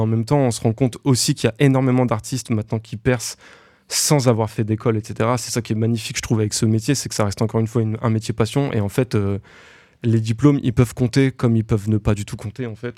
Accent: Valence, Auvergne-Rhône-Alpes, France; je suis de Valence.

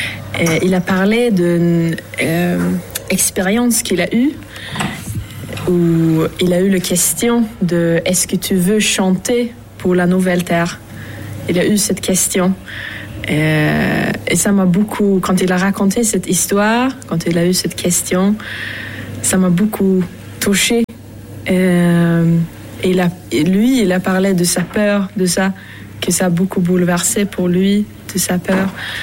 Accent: Sweden; French is a second language; moved away as an adult; Moi, je viens de la Suède. Je suis venue pour... je suis venue pour faire un stage en France, en Ardèche.

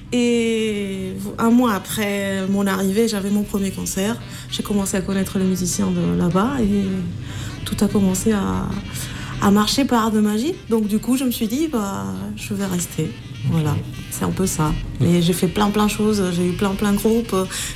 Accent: Barcelona, Catalonia, Spain; French is a second language; moved away as an adult; also born or lived in Majorca; now in Paris, France; je viens de Barcelone. J'étudie la comédie musicale et il y a 10 ans, je déménageais à Majorque

